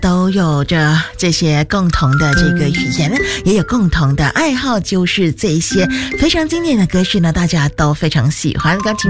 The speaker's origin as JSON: {"language": "Chinese", "town": "Sungai Buloh", "region": "Selangor", "country": "Malaysia", "tie": "born or raised there", "said": "我的义妹还特别挑选来到雪兰莪州双溪毛诺我的家乡里，"}